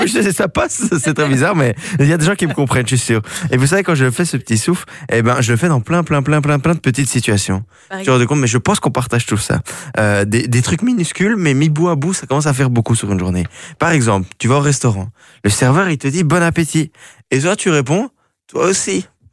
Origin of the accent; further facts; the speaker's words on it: Belgium; je suis belge, quoi.